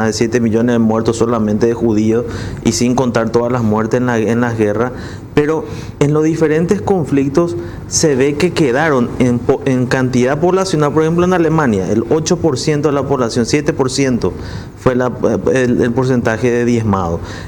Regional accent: Paraguay

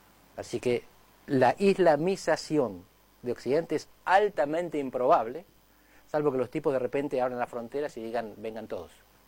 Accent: Argentina; also born or lived in Portugal

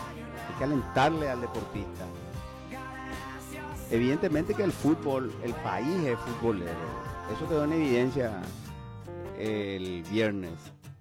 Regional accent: Paraguay; No entiendo mucho de eso, pero como paraguayo disfruto.

